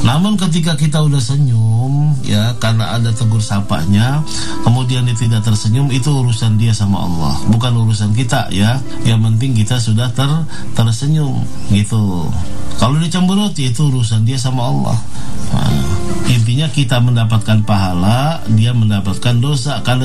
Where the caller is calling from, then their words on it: Tangerang, Banten, Indonesia; Saya dari Tangerang ingin bertanya Ustaz